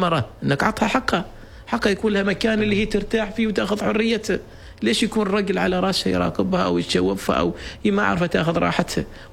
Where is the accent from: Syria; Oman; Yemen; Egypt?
Oman; أنا كعماني أبيع القهوة العمانية